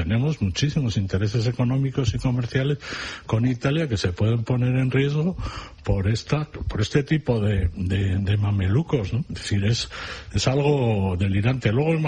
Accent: Spain; a mí me sale mal porque soy español antes que italiano

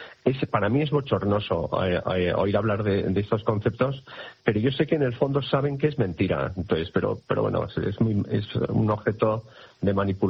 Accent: Bilbao, Basque Country, Spain; O sea, yo que soy de Bilbao y se me pongo el ejemplo muy sencillo, ¿sabes?

